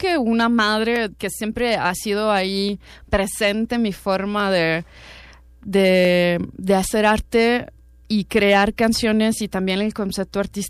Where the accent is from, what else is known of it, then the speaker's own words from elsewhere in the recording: Italy; now in Mexico; yo me presento como cantautora italiana, pop alternativo, porque tiene muchos sonidos por ahí, los puedo elencar, y radicada en México, así me presento.